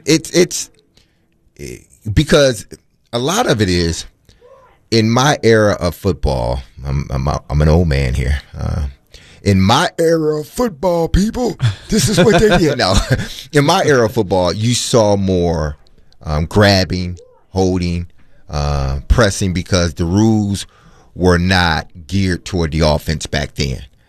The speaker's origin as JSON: {"language": "English", "region": "Michigan", "country": "United States", "moved": "yes", "said": "I'm from Michigan."}